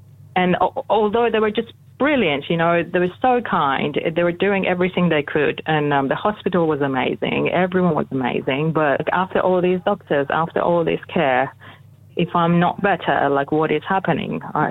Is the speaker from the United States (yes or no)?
no; Iran; moved away as an adult; now in Australia; When I moved from Iran to Australia, I was almost 28 years old. Immigration is already very difficult. I immigrated by myself